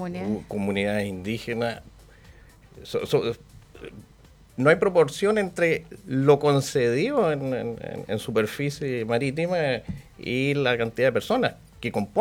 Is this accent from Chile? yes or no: yes; Chile